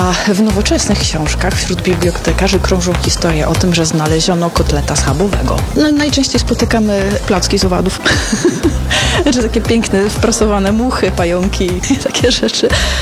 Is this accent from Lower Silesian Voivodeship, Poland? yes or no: yes; Wrocław, Lower Silesian Voivodeship, Poland; Ogólnie jestem z Wrocławia i z klasą byliśmy w Panoramie Racławickiej.